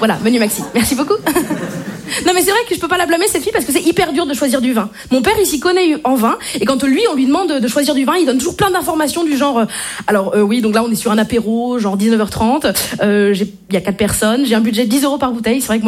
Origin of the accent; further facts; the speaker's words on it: Brittany, France; je suis bretonne et je ne bois pas d'alcool.